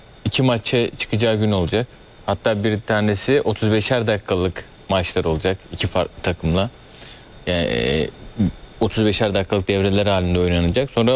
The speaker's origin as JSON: {"language": "Turkish", "region": "Trabzon", "country": "Turkey", "tie": "born or raised there", "said": "Yani ilk memleketime gittim. Trabzon'a. Sonra oradan Balıkesir'e."}